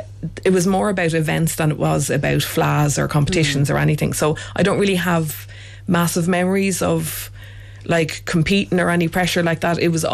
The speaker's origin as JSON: {"language": "English", "region": "County Dublin", "country": "Ireland", "tie": "born or raised there", "said": "I'd be out just on the Meath border. There's literally, there's like a field between our house and Meath's on the border, but very different Dublin."}